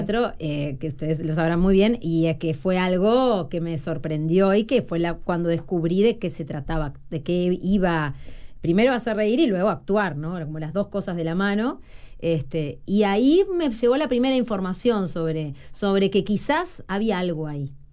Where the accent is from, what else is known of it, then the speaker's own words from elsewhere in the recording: Canelones, Uruguay; Yo soy de Canelones